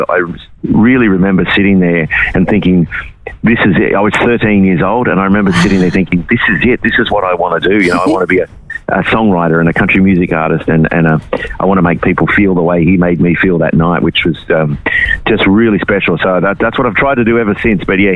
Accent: Wagga Wagga, New South Wales, Australia; growing up in Wagga

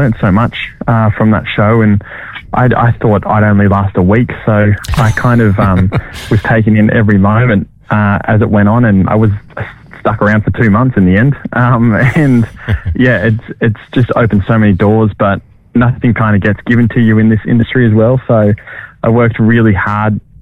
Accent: Cronulla, New South Wales, Australia; Yeah, well, I grew up in Cronulla. I lived there for majority of my life. I only moved up north 3.5 years ago.

